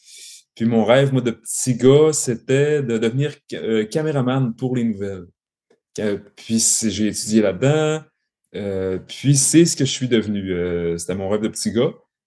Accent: Saint-Prime, Quebec, Canada; je suis originaire de Saint-Prime, un petit village du lac Saint-Jean, un petit village agricole de campagne situé entre Roberval et Saint-Félicien.

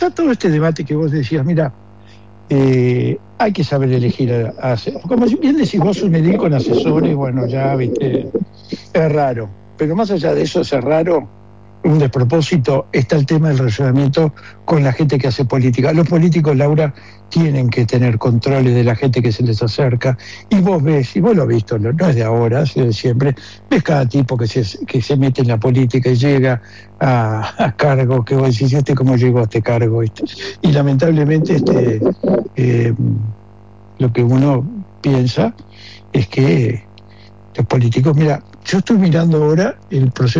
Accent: Uruguay; yo creo mucho en mi país, creo mucho en mis políticos de todos los partidos, creo en la institución aquí en Uruguay

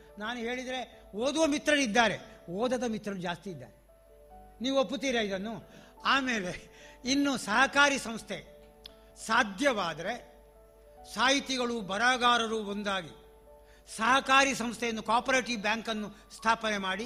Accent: Karnataka, India; born there; ಒಂದೆಡೆಯಲ್ಲಿ ತುಳುನಾಡು ತಾಯಿ ಇದ್ಲು, ಇನ್ನೊಂದರಲ್ಲಿ ಕನ್ನಡ ತಾಯಿ ಇದ್ಲು. ಹಾಗಾಗಿ ಕನ್ನಡ ತಾಯಿಯ ತುಳುದೇವಿಯ ಎರಡು ಮಕ್ಕಳ ಆರೈಕೆಯಲ್ಲಿ ನಾನು ಬೆಳೆದಿದ್ದೇನೆ.

